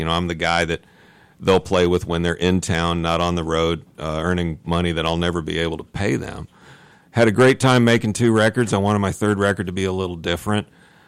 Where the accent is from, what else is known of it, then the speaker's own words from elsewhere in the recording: Champaign, Illinois, United States; moved away; I grew up in Champaign, Urbana. I moved here in 1979.